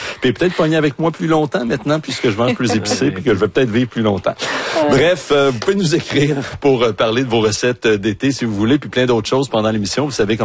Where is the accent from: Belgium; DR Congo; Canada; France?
Canada; Saint-Jérôme, Quebec; Ben oui, c'est ma ville natale.